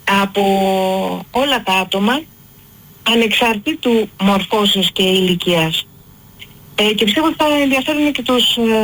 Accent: Greece; θα νιώθω την Ελλάδα πατρίδα μου, θα συνήθω να την νιώθω το ίδιο.

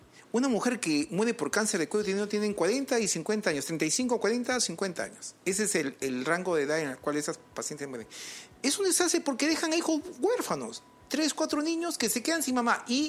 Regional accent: Peru

